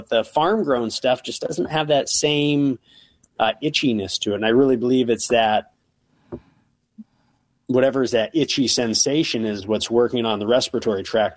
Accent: Bakersfield, California, United States; moved away; I'm originally from California. Bakersfield, the Central Valley of California

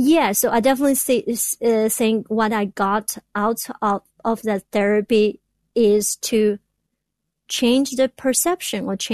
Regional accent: China; English is a second language; now in United States; I came all the way from China and to manage to be here.

